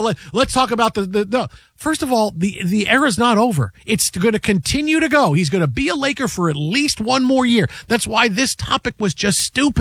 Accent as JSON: {"language": "English", "region": "New York", "country": "United States", "tie": "born or raised there", "said": "and I grew up in New York, but I left and I moved back and I left and I moved back."}